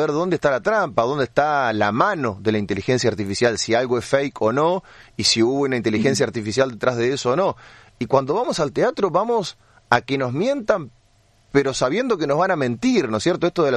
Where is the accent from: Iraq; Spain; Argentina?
Argentina; lo que nos pasa como argentinos muchas veces creemos que nos pasa solamente a nosotros